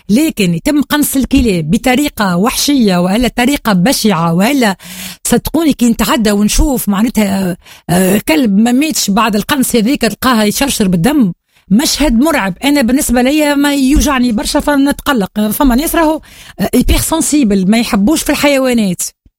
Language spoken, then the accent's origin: Arabic; Tunisia